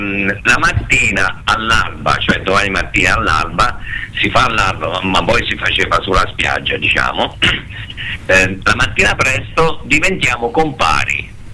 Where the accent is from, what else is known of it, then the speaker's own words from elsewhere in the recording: Tuscany, Italy; Ma io da buon toscano lo dico